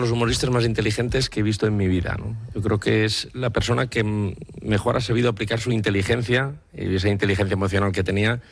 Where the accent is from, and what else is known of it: Valencian Community, Spain